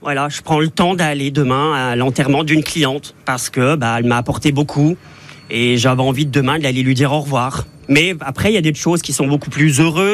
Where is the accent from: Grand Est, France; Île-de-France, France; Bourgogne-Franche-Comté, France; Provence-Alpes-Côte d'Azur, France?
Bourgogne-Franche-Comté, France; Dole; Alors, je suis installé en Bourgogne, mais je suis d'origine du Jura, précisément de Dole. Mais j'ai fait mes études en Bourgogne.